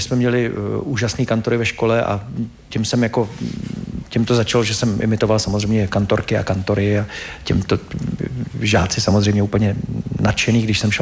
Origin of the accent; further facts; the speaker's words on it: Most, Ústí nad Labem Region, Czechia; Já jsem z Mostu, tam je fabrika, tam je taková chemička a tam pouští toxiny.